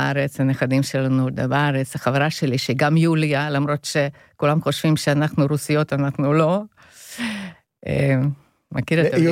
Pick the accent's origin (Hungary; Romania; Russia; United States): Hungary; Hebrew is a second language; now in Israel; אולי לא שומעים כבר את המבטא. פעם הייתי הונגריה. עליתי מהונגריה בעלייה אילגלית, ברחתי, וכאן פגשתי את בעלי